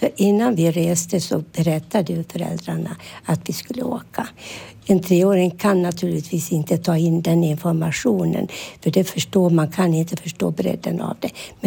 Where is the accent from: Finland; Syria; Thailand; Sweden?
Finland; born there; det vi själv upplevde hemma i Finland under kriget.